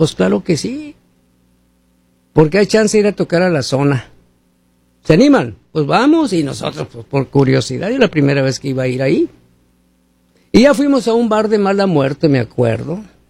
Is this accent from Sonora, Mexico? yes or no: yes; Hermosillo, Sonora, Mexico; moved away; En Hermosillo, Sonora, México, ciudad donde yo nací, donde he vivido casi toda mi vida de soltero, vamos a decirlo así, un poco de casado.